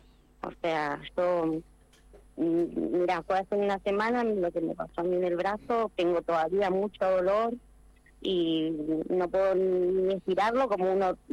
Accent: Loncopué, Neuquén, Argentina; agradecer a la gente de mi pueblo, porque yo no cuento con obra social, y pagar una consulta por ahí cuesta, pagar la medicación también cuesta, y ellos, desde acá de Loncopué, la mayoría de la gente me estaban ayudando

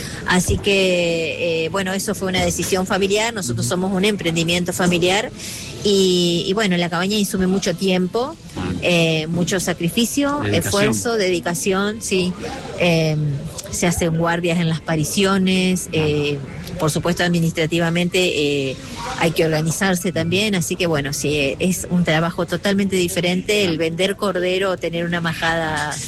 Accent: Entre Ríos, Argentina; Nosotros somos de el paraje Espinillo Norte, que se encuentra a 27 kilómetros de la ciudad de Paraná.

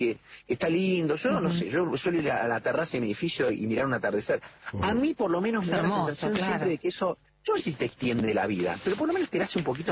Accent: Córdoba, Argentina; born there; En la ciudad de Córdoba.

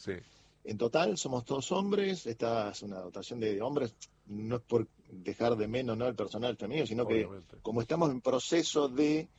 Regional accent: Argentina; Obviamente, como todos, somos argentinos y cada uno con su cábala, como todo, ¿viste?

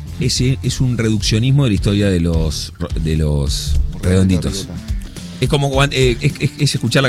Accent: Argentina; Pero somos argentinos nosotros.

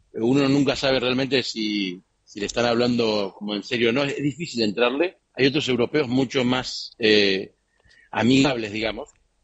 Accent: Guaymallén, Mendoza, Argentina; moved away as an adult; also born or lived in Spain / Denmark; now in London, United Kingdom; Yo soy de Mendoza, ya se me fue un poco también el acento, pero porque también viví en España y porque viví un poco en Dinamarca, pero sí de Guaymallén, Mendoza, de toda la vida, 27 años viviendo ahí.

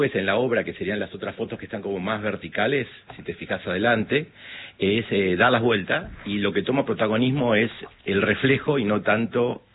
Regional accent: Buenos Aires, Argentina; yo viví en muchos barrios de Buenos Aires, soy muy porteño

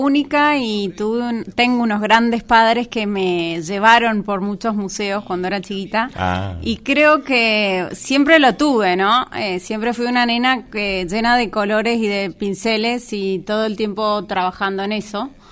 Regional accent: Mendoza, Argentina; Sí, soy mendocina

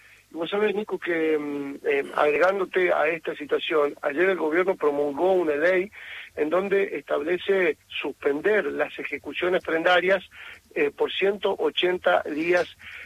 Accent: La Rioja, Argentina; los riojanos, hablo como riojano, digamos

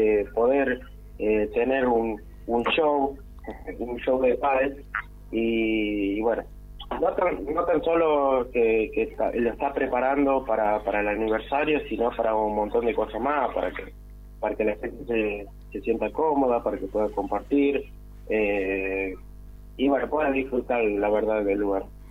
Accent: Catamarca, Argentina; moved away; yo soy nacido y criado en Catamarca

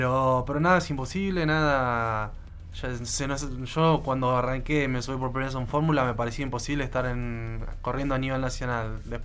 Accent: Río Gallegos, Santa Cruz, Argentina; yo siempre orgulloso de mi Río Gallegos, de Santa Cruz.

